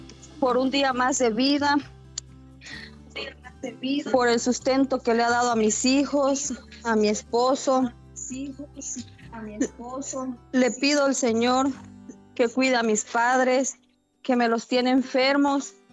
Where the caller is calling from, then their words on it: Chiapas, Mexico; De Chiapas.